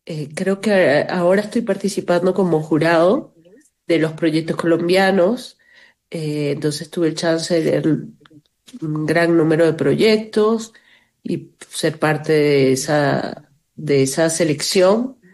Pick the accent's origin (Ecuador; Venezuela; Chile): Venezuela; moved away; somos cineastas venezolanos que estamos alrededor del mundo haciendo películas